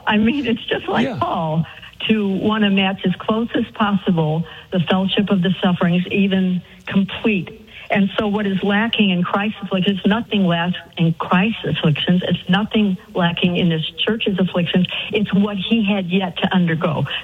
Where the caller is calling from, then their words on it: St. Louis, Missouri, United States; Hi, Father, from St. Louis, but now in Kansas City.